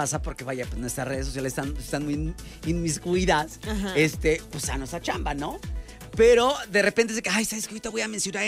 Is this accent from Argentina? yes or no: no; Mexico; que precisamente se va a tratar de esta forma de transmitir la gran energía que tenemos como pueblo mexicano